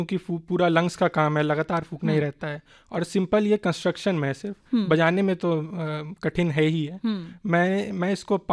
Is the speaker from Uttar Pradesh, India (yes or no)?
yes; Prayagraj, Uttar Pradesh, India; मैं यहीं इलाहाबाद का रहने वाला हूं